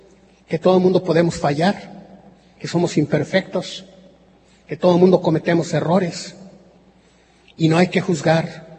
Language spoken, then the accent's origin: Spanish; San Luis Potosí, Mexico; moved away; allá de donde yo soy, en San Luis Potosí